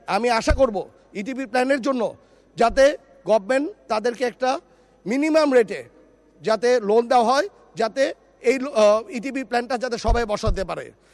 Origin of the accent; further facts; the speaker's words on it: Narayanganj, Dhaka Division, Bangladesh; এখন আমি নারায়ণগঞ্জের ছেলে হিসাবে কয়েকটি কথা বলি।